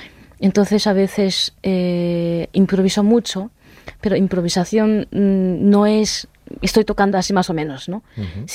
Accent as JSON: {"language": "Spanish", "country": "Japan", "said": "cada vez pienso que soy japonesa, ¿no? A lo mejor esto viene de mi abuela, de mi tatarabuelo."}